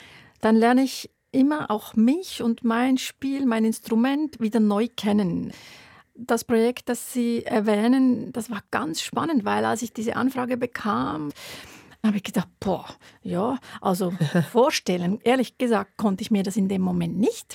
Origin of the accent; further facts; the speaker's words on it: Switzerland; bei uns als Schweizerin, genau.